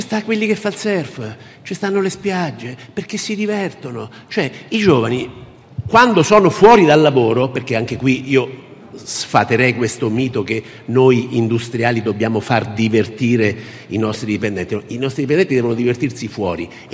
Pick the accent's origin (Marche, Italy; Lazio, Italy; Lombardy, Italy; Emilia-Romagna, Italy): Marche, Italy; Fabriano; io vengo da Fabriano, la provincia